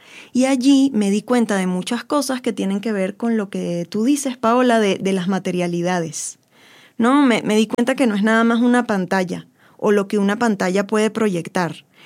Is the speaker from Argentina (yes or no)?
no; Venezuela; ¿cómo te sientes tú como venezolano? Es como, sí, ok, yo padezco este contexto